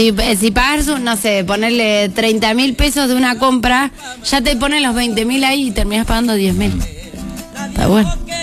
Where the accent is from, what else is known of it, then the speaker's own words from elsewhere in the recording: Argentina; como somos los argentinos